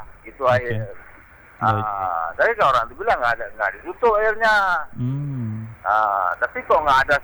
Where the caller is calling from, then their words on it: Aceh, Indonesia; desa saya sendiri. Emang nggak ada air.